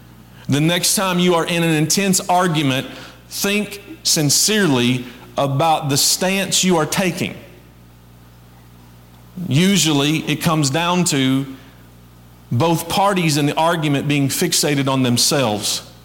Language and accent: English; Kentucky, United States; I grew up in Krillsburg, Kentucky, and we just say, why you gotta be so hateful?